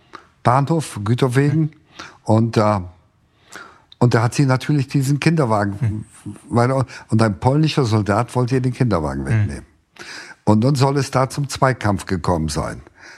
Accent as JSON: {"language": "German", "town": "Lohne", "region": "Lower Saxony", "country": "Germany", "tie": "born or raised there", "said": "sind wir in einem Vertriebenenlager aufgewachsen, als Kind am Rande eines kleinen Städtchens, weit am Rande, nur Lohne im Südoldenburg, ja. Ganz primitiv. Ich erinnere mich an Ziehbrunnen und Matsch"}